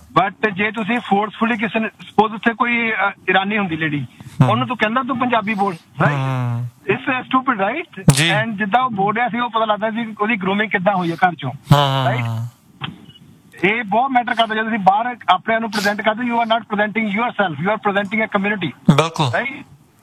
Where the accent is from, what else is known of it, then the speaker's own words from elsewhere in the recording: Punjab, India; I respect that, ਮੈਂ ਵੀ ਪੰਜਾਬੀ ਹਾਂ, ਅਸੀਂ ਰਿਸਪੈਕਟ ਕਰਦੇ ਹਾਂ ਹਰੇਕ ਪਹਿਰਾਵੇ ਦੀ ਹਰੇਕ ਚੀਜ਼ ਦੀ